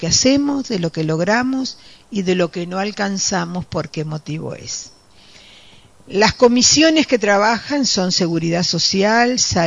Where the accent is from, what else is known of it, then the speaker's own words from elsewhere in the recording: Montevideo, Uruguay; born there; soy hija de un obrero, de un trabajador, que se vino del departamento 33 con un par de zapatillas abajo de su brazo, porque mi abuelo había fallecido y bueno, tuvieron que venirse a Montevideo a trabajar.